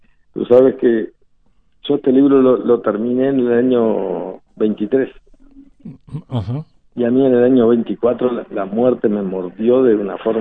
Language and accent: Spanish; Calpica, Artigas, Uruguay; born there; esta historia de mi pueblo, orilla del río